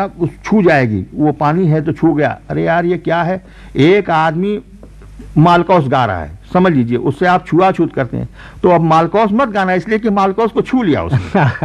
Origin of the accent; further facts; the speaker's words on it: India; میں ہندوستان کا ہوں